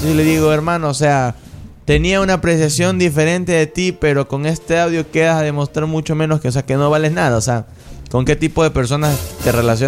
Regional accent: Ecuador

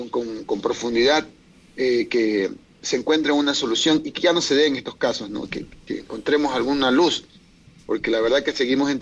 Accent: Manabí, Ecuador; duele como manavitas, duele como ecuatorianos ver ese tipo de situaciones.

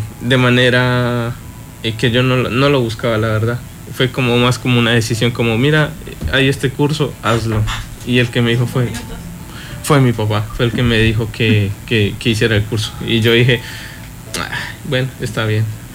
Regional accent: Colombia; moved away

